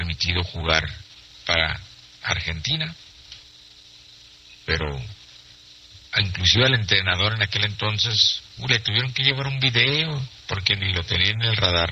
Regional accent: Chihuahua, Mexico; born there; Nací en Chihuahua.

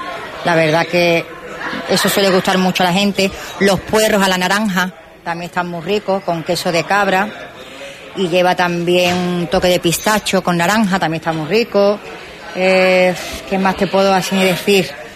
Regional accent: Ceuta, Spain; para que vea que somos ceutí, que lo llevamos en la sangre, que tenemos que luchar por nuestra tierra.

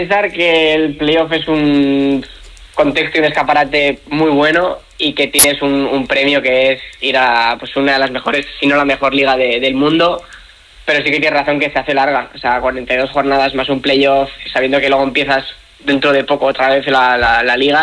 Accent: Bilbao, Basque Country, Spain; Yo pues soy de Bilbao y estoy muy cerca y llevo ya muchos años en este club.

